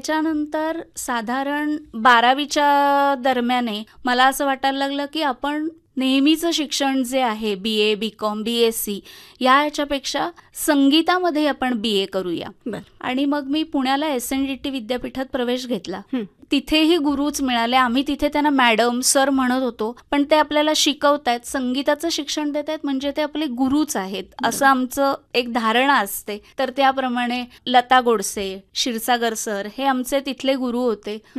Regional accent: Chiplun, Maharashtra, India; तर त्या घरात माझा जन्म झाला। माझं सगळं लहानपण हे पूर्णपणे चिपळूणला गेलं

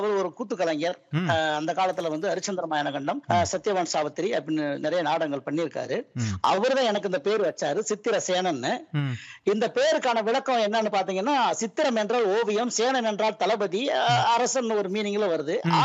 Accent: Usilampatti, Tamil Nadu, India; நான் பிறந்து வளர்ந்தது எல்லாமே வந்து உசலம்பட்டி வட்டத்தில் இருக்கக்கூடிய நாட்டாமங்கலம் பஞ்சாயத்தில் உள்ள நாகலாபுரம்னு ஒரு குக்கிராமம், மதுரை மாவட்டம். மதுரை மாவட்டத்தில் உள்ள உசலம்பட்டி.

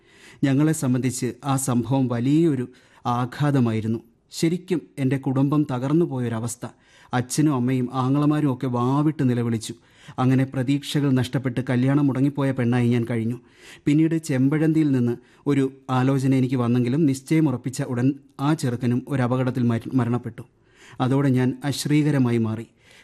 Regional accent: Chanthavila, Kerala, India; ഞാൻ ജനിച്ചു വളർന്നത് ചന്തവിളയാണ്. ചന്തവിളയിൽ ചെലവഴിച്ച ബാല്യകാലത്ത് ആകാശവാണിയിലെ രഞ്ജിനി പരിപാടികളുടെ സ്ഥിരം ശ്രോതാവായിരുന്നു ഞാൻ.

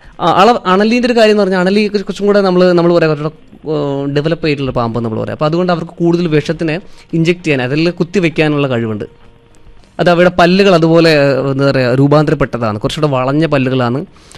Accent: Thiruvananthapuram, Kerala, India; now in Kannur, India; ഞാൻ ട്രിവാൻഡ്രത്തിലുള്ള ഒരാളാണ്. ഞാൻ തിരുവനന്തപുരംകാരനാണ്, കണ്ണൂർ വന്ന് പെട്ടാണ്.

